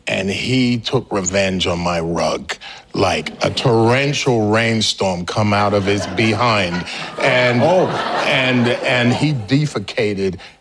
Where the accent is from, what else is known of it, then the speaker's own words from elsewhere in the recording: London, United Kingdom; I'm from London.